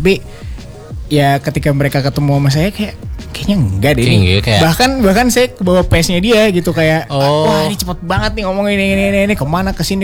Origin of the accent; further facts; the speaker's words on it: Bekasi, West Java, Indonesia; Sebenarnya kalau saya ini Bekasi.